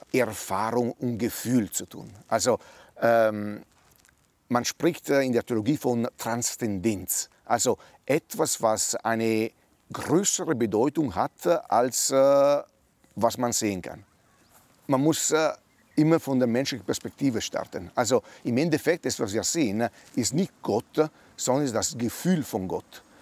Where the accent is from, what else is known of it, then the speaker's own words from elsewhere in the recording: Italy; German is a second language; also born or lived in Austria; now in Germany; Also ich bin Italiener, wohne aber in Deutschland, arbeite in Deutschland, bin in Österreich sozialisiert